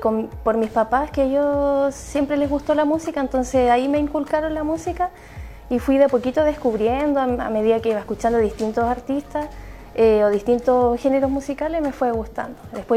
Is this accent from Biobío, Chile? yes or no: yes; Tomé, Biobío, Chile; Yo soy nacida y criada acá en Tomé. O sea, nací un 20 de junio del 89.